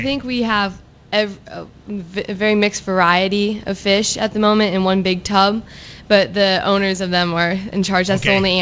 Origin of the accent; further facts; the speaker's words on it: Elkhart, Iowa, United States; I'm from Elkhart, Iowa, around like 30 minutes away from here.